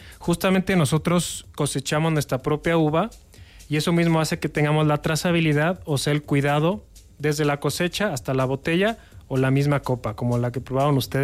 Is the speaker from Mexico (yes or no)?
yes; Mexico; Siendo mexicanos, con la experiencia de trabajar en Estados Unidos por más de 30 años